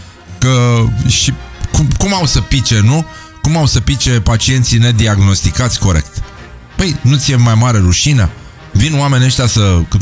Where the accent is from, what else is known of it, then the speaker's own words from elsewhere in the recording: Brăila, Brăila County, Romania; noi suntem din Brăila